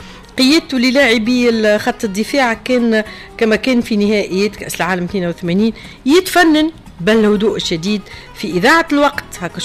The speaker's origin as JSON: {"language": "Arabic", "country": "Tunisia", "said": "قلت له مانيش بنزرتية, أنا بنت تونس الكل ونحب الألوان الكل."}